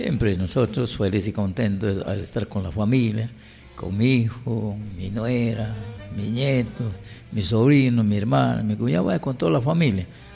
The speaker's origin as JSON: {"language": "Spanish", "country": "Peru"}